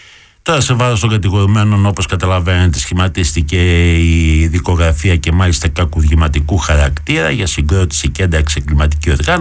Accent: Patras, Western Greece, Greece; επειδή έχω και μια ευαισθησία, γιατί κατάγομαι από την Αγγλικάδα, εκεί μένει και η μάνα μάλωστε και συγγενής μου

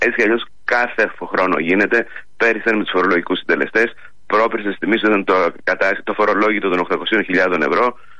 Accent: Greece; ως Έλληνες

